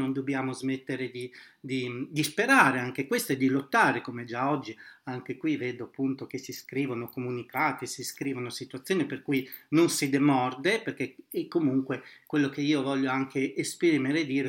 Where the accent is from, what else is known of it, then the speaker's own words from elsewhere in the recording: Emilia-Romagna, Italy; Io vengo dall'Emilia Romagna